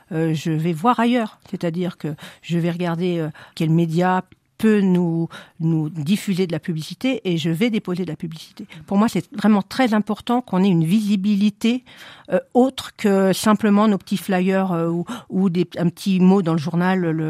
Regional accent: Bourgogne-Franche-Comté, France; now in Saint-Étienne, France; Je viens d'un petit village près de Chalon-sur-Saône. Voilà. J'étais très attachée à ma Bourgogne. Je le suis toujours d'ailleurs. Mais c'est vrai que quand je suis arrivée à Saint-Étienne

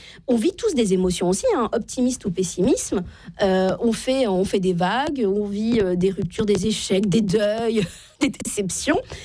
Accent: Normandy, France; Moi, je viens de la Normandie, Uber Eats n'est pas arrivé partout en France, on est bien d'accord.

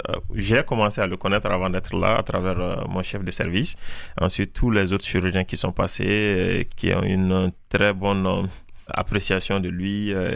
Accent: Mali; moved away as an adult; now in Montpellier, France; mon enfance au Mali

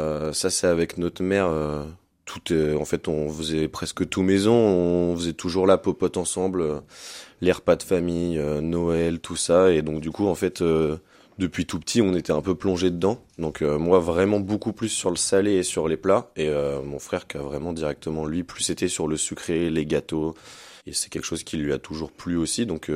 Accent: Levet, Centre-Val de Loire, France; Donc, moi, je viens du coup avec mon frère. On vient de Levé, donc c'est dans le Cher, à côté de Bourges.

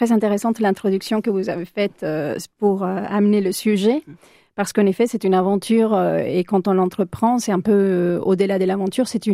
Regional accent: Colombia; moved away as an adult; now in Bordeaux, France; moi-même, je viens de la Colombie et qui après être arrivée sur Bordeaux en 2017, quelque chose comme ça

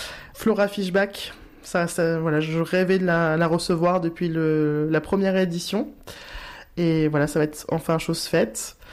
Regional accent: Saintes, Nouvelle-Aquitaine, France; je suis originaire de Saintes, j'habite ici

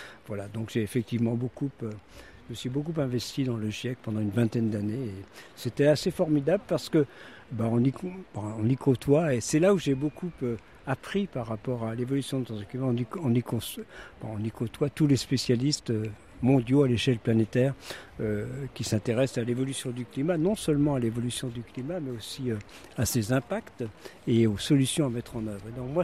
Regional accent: Janzé, Brittany, France; j'y suis né.

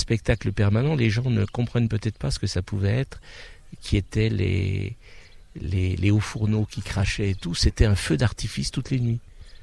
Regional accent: Jœuf, Grand Est, France; À l'époque, moi j'ai passé mon enfance à Jeuf. Moi je suis un enfant issu de la sidérurgie, hein, puisque mon père était travaillé au laminoir on appelait ça Marine Sidélor.

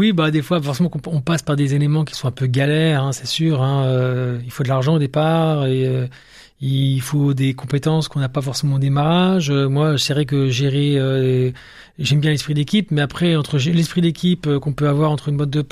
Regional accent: France; accent: French; Tout mon French accent qui déforme tout.

